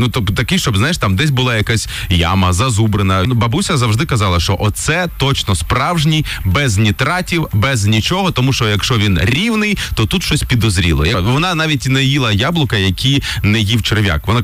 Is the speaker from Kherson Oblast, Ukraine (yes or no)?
yes; Kherson Oblast, Ukraine; Я як уродженець Херсонщини